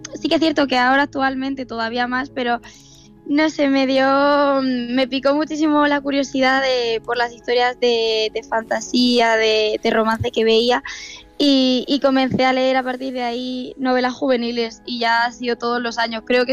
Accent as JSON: {"language": "Spanish", "town": "Murcia", "region": "Region of Murcia", "country": "Spain"}